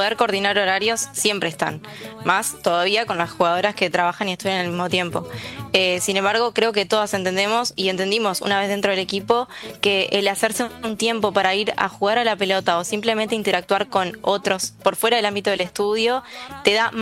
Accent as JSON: {"language": "Spanish", "town": "Mercedes", "region": "Soriano", "country": "Uruguay", "said": "yo soy de Mercedes."}